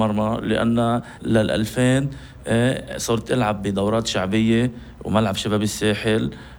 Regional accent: Kfar Kila, Nabatieh Governorate, Lebanon; moved away; أنا ضيعتي كفركلة. بحب دايما نجيب سيرة الضيعة

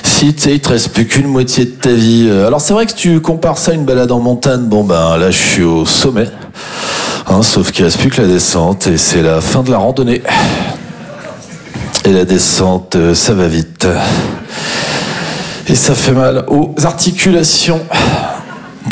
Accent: Champagnole, Bourgogne-Franche-Comté, France; now in Montreuil, France; je suis originaire d'une petite commune qui s'appelle Champagnole. Alors, c'est pas très connu

